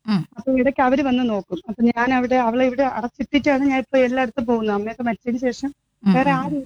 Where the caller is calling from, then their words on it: Panavoor, Kerala, India; ഞാൻ ഇവിടെ പനവൂർ എന്ന് പറയും, പനവൂർ എന്ന് എന്റെ പ്രോപ്പർ സ്ഥലം മീൻനിലം എന്ന് പറയും.